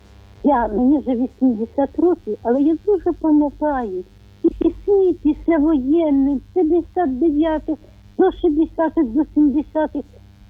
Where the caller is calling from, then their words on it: Vinnytsia Oblast, Ukraine; я з Вінниччини.